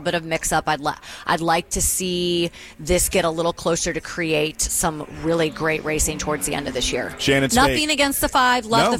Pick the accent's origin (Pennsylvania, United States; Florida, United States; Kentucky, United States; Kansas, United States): Florida, United States; My dad was from Chicago, and we grew up in Florida.